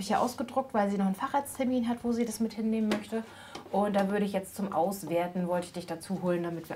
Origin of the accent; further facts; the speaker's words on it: Mecklenburg-Vorpommern, Germany; Ich bin im Komaroer See aufgewachsen